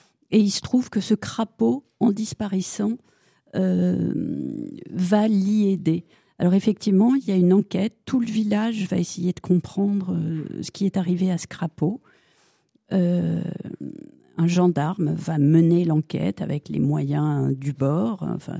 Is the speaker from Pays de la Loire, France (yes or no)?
yes; Nantes, Pays de la Loire, France; also born or lived in Pornic; Moi, je suis née à Nantes et j'ai passé mon enfance entre Nantes, où mes grands-parents travaillaient au Théâtre Gralin, et Pornic, où donc mes autres grands-parents, paternels, ceux-là, étaient de petits commerçants.